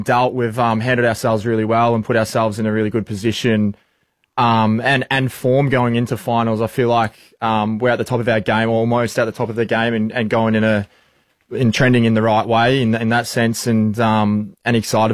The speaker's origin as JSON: {"language": "English", "town": "Echuca", "region": "Victoria", "country": "Australia", "tie": "born or raised there", "said": "Yeah. No, it's just a typical country lifestyle, I think. Growing up in Echuca, Miami"}